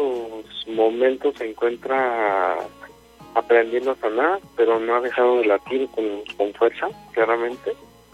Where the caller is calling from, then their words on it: Ecatepec, State of Mexico, Mexico; yo trabajo por la Ciudad de México, yo soy del Estado de México, de aquí de Catepec.